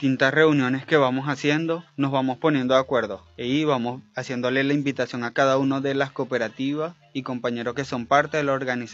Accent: Venezuela

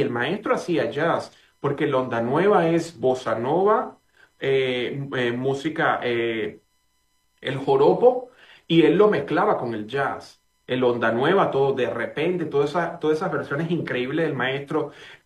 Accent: Caracas, Capital District, Venezuela; now in United States; yo soy de Caracas, mis padres están allá.

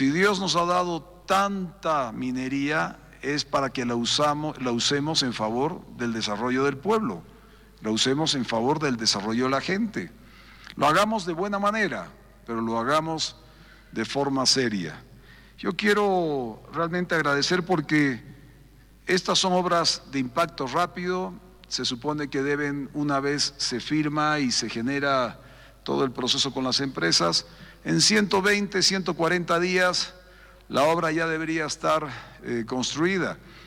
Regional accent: Tarija, Bolivia; Los que venimos de Tarija

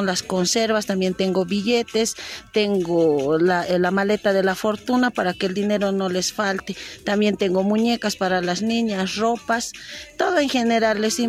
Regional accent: La Paz, Bolivia; yo vengo desde La Paz.

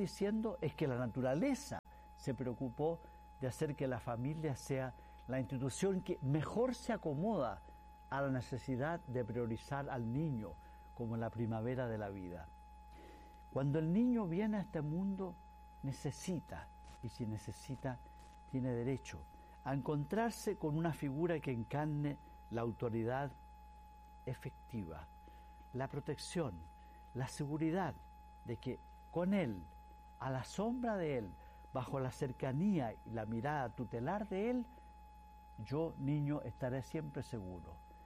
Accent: Chile; En mi país, Chile

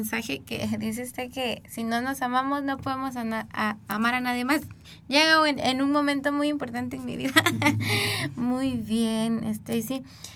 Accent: Guatemala

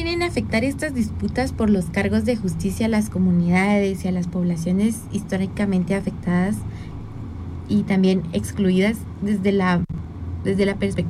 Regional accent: Guatemala; como población guatemalteca tenemos que estar pendientes

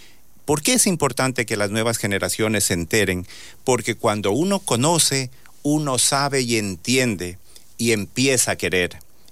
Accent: Loja, Ecuador; now in Lago Agrio, Ecuador; desde el punto de los lojanos decimos

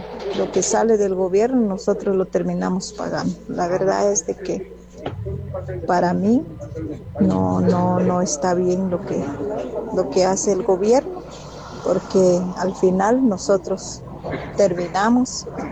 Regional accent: Guatemala; Y como dice usted, ¿verdad? De que es que lo pone, pero después nuestra Guatemala sigue siendo otra vez más pobreza para nosotros

